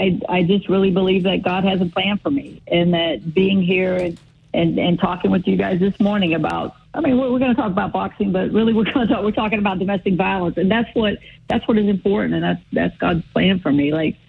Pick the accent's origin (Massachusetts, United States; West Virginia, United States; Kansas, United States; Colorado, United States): West Virginia, United States; I'm from West Virginia, and boxing is really not a big deal in my state.